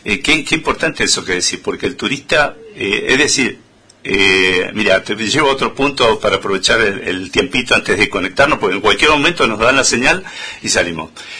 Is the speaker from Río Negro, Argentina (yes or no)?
no; Malargüe, Mendoza, Argentina; muchos de los malarguinos que somos un poco así